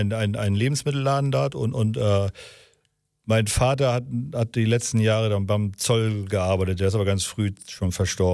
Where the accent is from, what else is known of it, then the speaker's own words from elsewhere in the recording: Kiel, Schleswig-Holstein, Germany; Ich bin im August 66 geboren in Kielgarden.